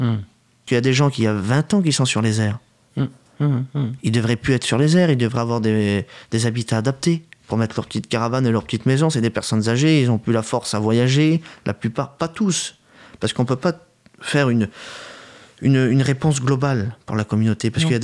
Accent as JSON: {"language": "French", "town": "Paris", "region": "Île-de-France", "country": "France", "tie": "born or raised there", "said": "Ma grand-mère a grandi aussi, moi, au passage du Mont-Saint-Denis."}